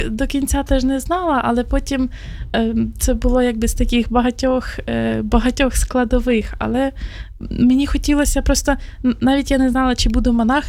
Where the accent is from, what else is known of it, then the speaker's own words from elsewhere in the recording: Pavlohrad, Dnipropetrovsk Oblast, Ukraine; я сама походжу родом з Дніпропетровської області, з міста Павлоград.